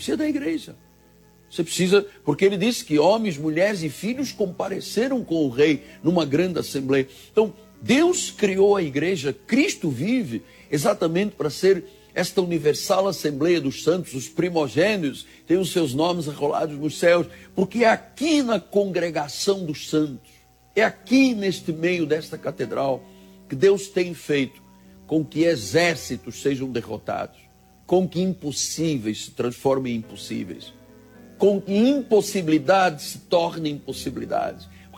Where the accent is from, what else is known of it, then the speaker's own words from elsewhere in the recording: Angola; born there; de um acidente quando eu era um jovem no exército lá em Angola, onde eu nasci, uma antiga colônia de Portugal